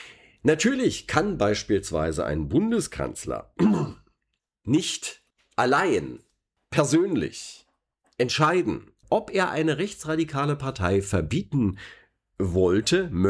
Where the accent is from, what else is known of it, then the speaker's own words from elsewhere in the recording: Berlin, Germany; was uns denn als Berliner so umgibt.